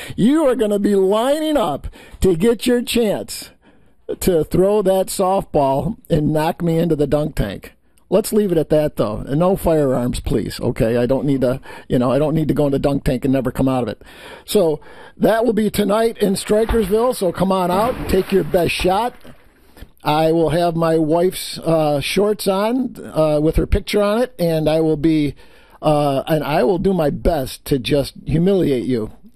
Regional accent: United States; I love this country. I love being an American. I love the time that I grew up.

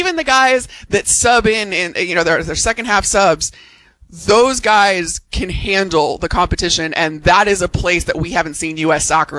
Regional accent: Chicago, Illinois, United States; born or raised there; also born or lived in Florida

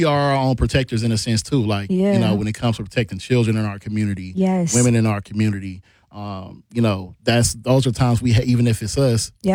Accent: Mississippi, United States; It's crazy that I say I grew up in Mississippi, but I dealt with racism here.

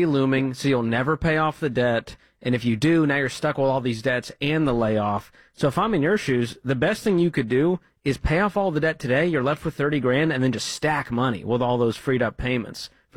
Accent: Boston, Massachusetts, United States; I'm from Boston.

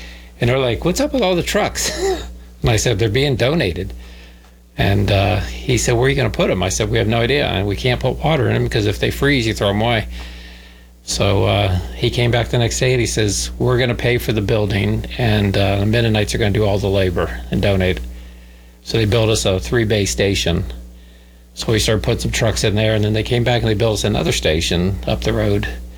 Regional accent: Florida, United States

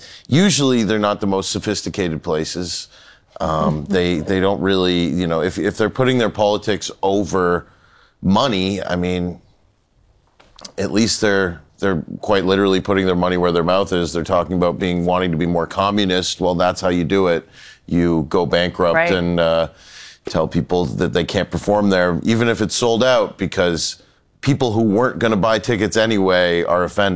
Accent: Canada; now in United States; it's an honor as a Canadian to get to work and live in America.

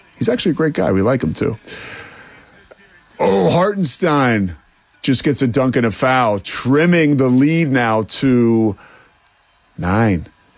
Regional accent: Villanova, Pennsylvania, United States; When I was a kid, I grew up right around Villanova University, and my mom worked at the school

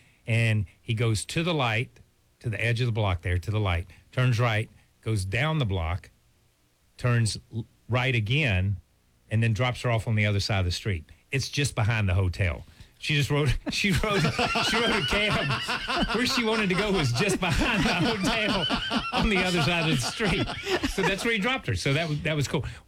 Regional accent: the South, United States; she doesn't speak English either because we're from the South.

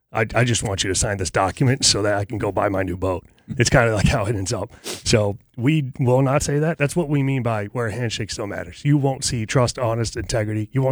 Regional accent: United States; I'm from America. Yeah, that's where I'm

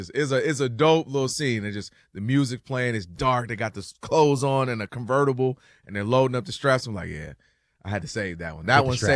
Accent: Ann Arbor, Michigan, United States; So growing up, and I grew up in Ann Arbor, Michigan, and a lot of the teams you play will be a great mixture.

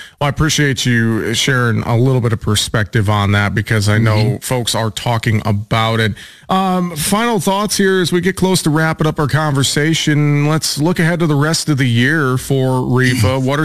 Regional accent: Iowa, United States; moved away; I'm excited to be there and back in my home state of Iowa.

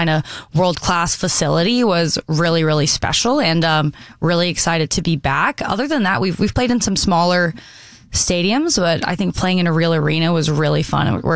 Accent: Florida, United States; I'm from the South Florida area, which is a hot spot.

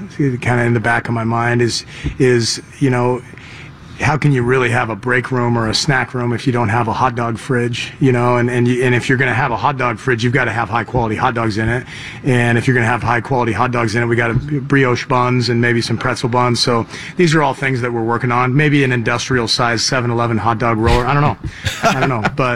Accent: United States; No mayonnaise for me. I'm from America.

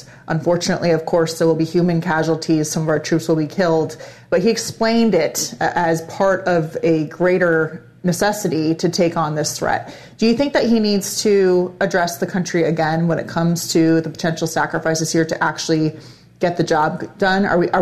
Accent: Arizona, United States; also born or lived in Wyoming / Colorado; I'm from Arizona. I spent a lot of my time in Wyoming, Colorado.

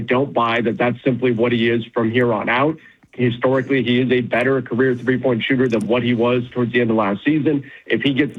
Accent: California, United States; growing up in Southern California.

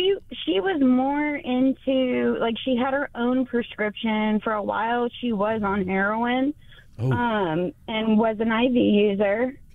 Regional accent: Charleston, South Carolina, United States; moved away as an adult; also born or lived in Florence, South Carolina; Well, see, I'm from Charleston. So I ended up moving to Florence, South Carolina

